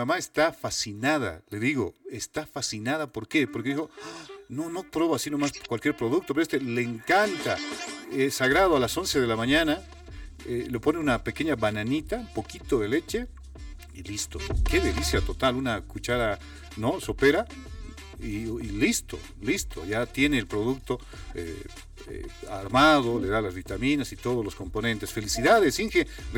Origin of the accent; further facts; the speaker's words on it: La Paz, Bolivia; Como buen paseño, digo.